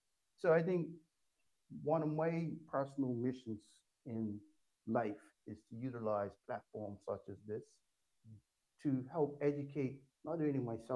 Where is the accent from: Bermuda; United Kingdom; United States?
Bermuda